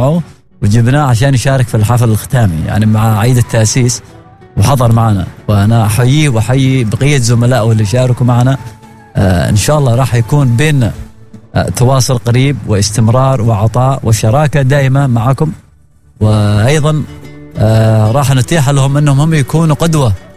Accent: Oman; هذه المعلومة ما كنا نحن نعرفها نحن في أبناء البلد

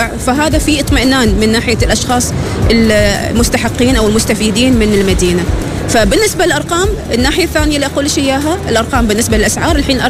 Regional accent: Oman; accent: Omani; إحنا كعمانيات

